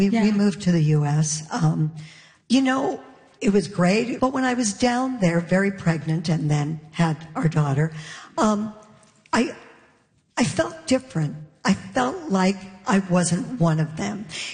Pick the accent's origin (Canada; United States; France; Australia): Canada; I'm Canadian.